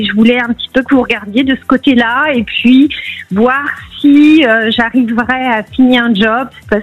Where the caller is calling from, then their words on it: Île-de-France, France; Je vous appelle de la région parisienne.